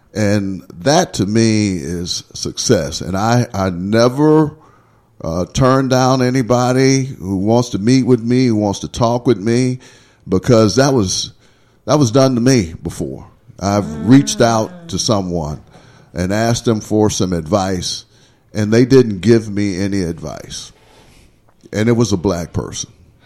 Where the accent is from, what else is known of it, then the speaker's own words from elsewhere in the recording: Berkeley, California, United States; also born or lived in Arkansas; I grew up in Berkeley, but in 65, 66, we moved back to Arkansas and ended up going to a school that was just integrating that year.